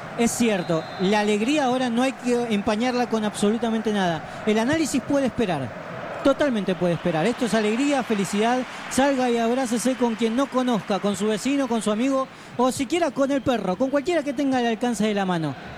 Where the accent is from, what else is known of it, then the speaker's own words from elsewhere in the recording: Argentina; si no fuéramos argentinos